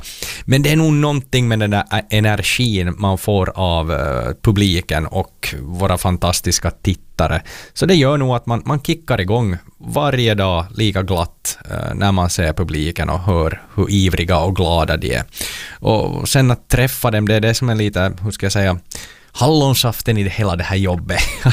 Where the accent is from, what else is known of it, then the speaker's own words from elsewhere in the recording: Ostrobothnia, Finland; jag är som österbottning.